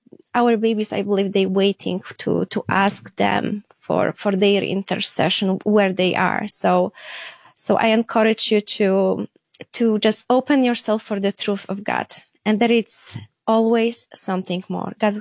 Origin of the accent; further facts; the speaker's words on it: Lesser Poland, Poland; English is a second language; I am from south of Poland. I am like hour from Krakow.